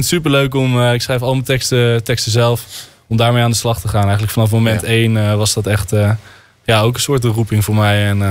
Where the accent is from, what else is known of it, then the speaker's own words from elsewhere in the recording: Netherlands; En ik kom daar aan als Hollander.